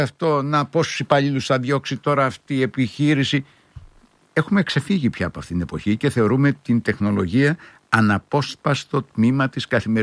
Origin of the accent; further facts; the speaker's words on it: Ierapetra, Crete, Greece; moved away; στην ιδιαίτερη πατρίδα μου, την, ή μάλλον ένα από τους ιδιαίτερους τόπους της Κρήτης που μεγάλωσα, την Ιερά Πέτρα